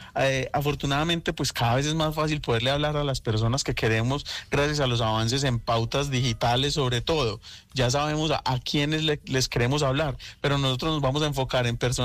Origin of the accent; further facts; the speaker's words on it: Antioquia, Colombia; como país, como raza, como antioqueños.